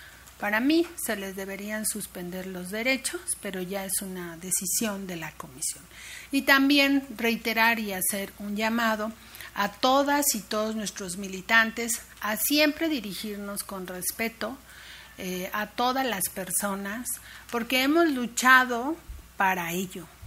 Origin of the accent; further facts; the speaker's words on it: Mexico; una de las mayores enseñanzas de nuestros pueblos originarios hacia nosotros como mexicanos y mexicanas.